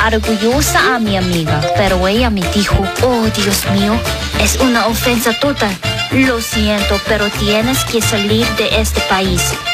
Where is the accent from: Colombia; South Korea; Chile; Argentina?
South Korea; Spanish is a second language; now in Spain; Soy coreana y casi no como kimchi, pero pan tomaque lo podría comer cada día.